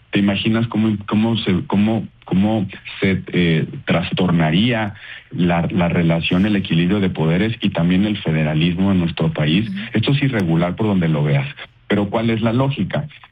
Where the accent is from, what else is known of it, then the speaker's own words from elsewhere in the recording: Mexico; Yo, como mexicano